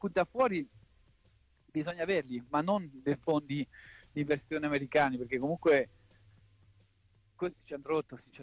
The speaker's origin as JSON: {"language": "Italian", "region": "Geneva", "country": "Switzerland", "tie": "born or raised there", "said": "perché io ricordo che comunque io sono cresciuto a Ginevra"}